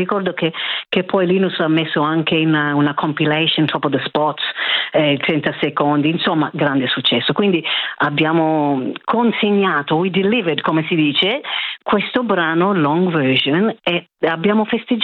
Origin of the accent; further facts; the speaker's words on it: Australia; Io sono australiana, d'origine italiana